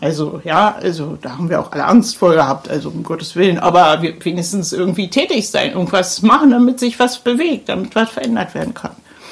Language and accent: German; Berlin, Germany; ich komme aus dem Stadtbezirk Pankow